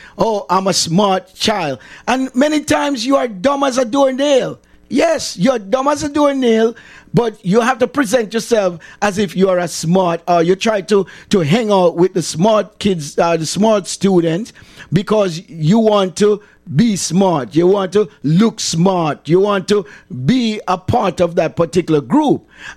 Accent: Jamaica; I'm a Jamaican, I'm a Caribbean

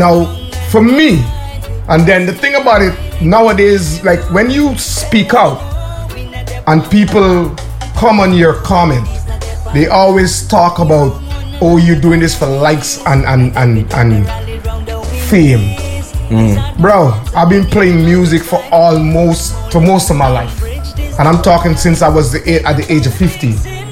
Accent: Guyana; A national tragedy has happened in my home country. And I, as a Guyanese, have the right to speak on it. Here, I have the God-given, I paid taxes in Guyana.

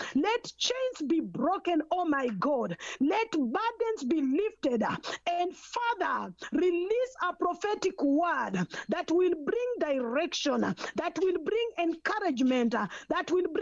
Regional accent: Kenya; Once again … from Kenya, and I thank each and every one of you for allowing me to share with you this morning.

